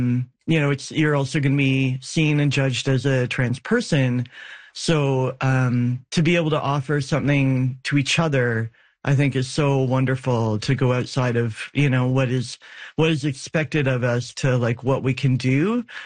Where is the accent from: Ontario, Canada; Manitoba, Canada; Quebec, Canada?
Ontario, Canada; Peterborough; I'm from Peterborough.